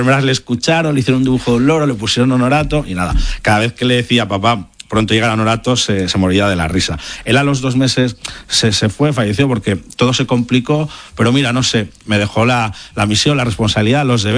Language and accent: Spanish; Zaragoza, Aragon, Spain; yo en la mía, en Siche, somos de Zaragoza, pero vivimos ahí